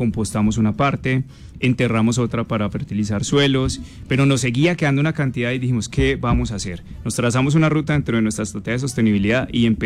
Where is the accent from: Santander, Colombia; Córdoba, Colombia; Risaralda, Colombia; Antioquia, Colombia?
Risaralda, Colombia; Pereira; somos todos los pereiranos los dueños de Ucumarí.